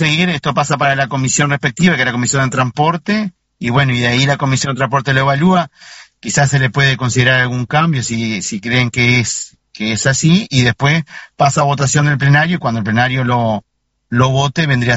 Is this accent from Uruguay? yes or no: yes; Uruguay; todos los uruguayos, más los que somos en la campaña, como en mi caso